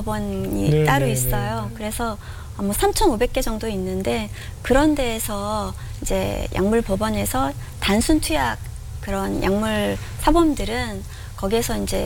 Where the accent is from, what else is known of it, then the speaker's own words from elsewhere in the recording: Seoul, South Korea; moved away; also born or lived in Japan; 부산이 아니에요. 저는 서울이고.